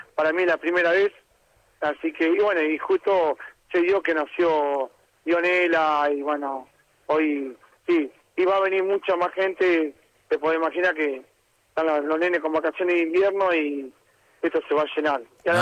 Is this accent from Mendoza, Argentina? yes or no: no; Carmen de Patagones, Buenos Aires Province, Argentina; Venimos de Carmen de Patagones.